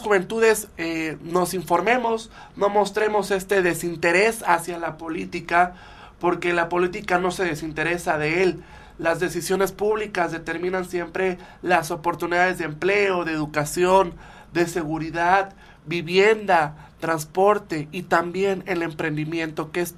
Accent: Mexico

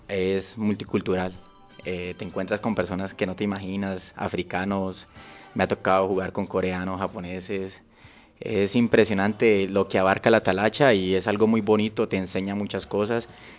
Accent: Ibagué, Tolima, Colombia; moved away as an adult; now in Morelos, Mexico; Bueno, yo crecí en el centro del país, en Ibagué. Es una ciudad pequeña, muy similar a Cuernavaca. Un clima muy similar también. Algo de calor y la gente también muy hospitalaria, muy humana.

